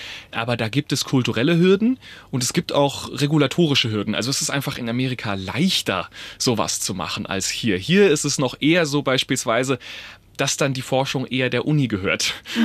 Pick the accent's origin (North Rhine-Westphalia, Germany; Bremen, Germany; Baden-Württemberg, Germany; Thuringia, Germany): Baden-Württemberg, Germany; Heilbronn; Ja, also ich liebe meine Heimat natürlich, aber ehrlicherweise, Heilbronn ist jetzt nicht die sexieste Stadt.